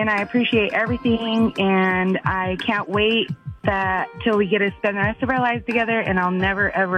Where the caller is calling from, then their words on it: Pueblo, Colorado, United States; I'm calling in from Pueblo, Colorado.